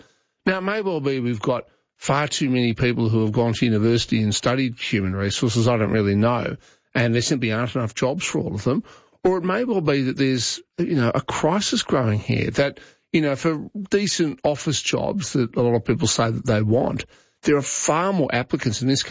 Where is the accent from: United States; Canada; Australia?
Australia; I mean, I don't know we as ordinary Australian taxpayers what we would get having one Australian woman going up into space.